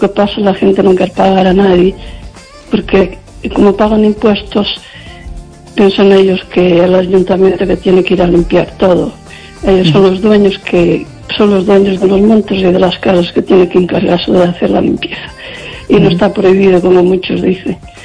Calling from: Lugo, Galicia, Spain

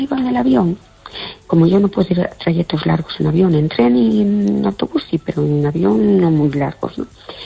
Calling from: Fene, Galicia, Spain

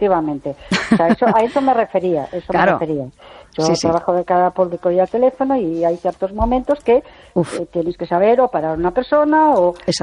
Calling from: A Coruña, Galicia, Spain; de La Coruña.

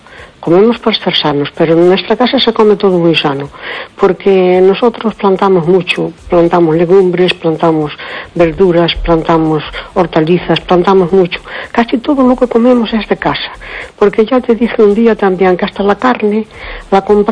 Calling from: Cespón, Galicia, Spain; de Cespón.

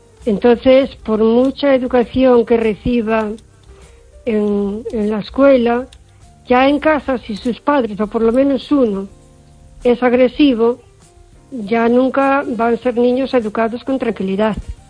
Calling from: O Carballiño, Galicia, Spain; de Carballiño.

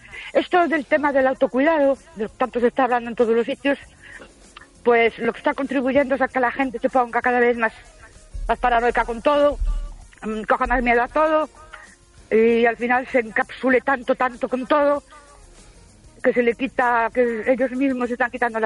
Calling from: Ourense, Galicia, Spain; de Ourense.

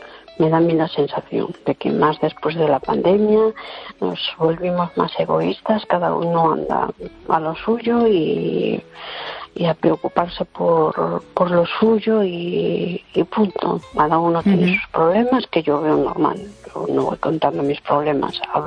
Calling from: Teo, Galicia, Spain; De Teo, Santiago.

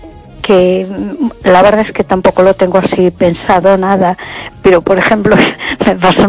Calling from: A Coruña, Galicia, Spain

